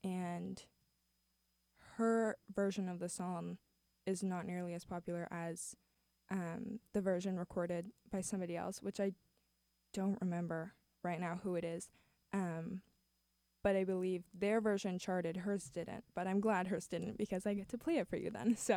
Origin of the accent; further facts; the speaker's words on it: Davis, California, United States; I'm so happy that I'm in Davis in the summer, since I'm from Davis